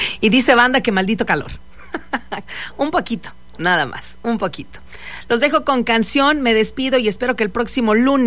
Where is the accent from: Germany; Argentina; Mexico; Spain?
Mexico; Monclova, Coahuila; Como buena monclovense y norteña que soy, aquí estuve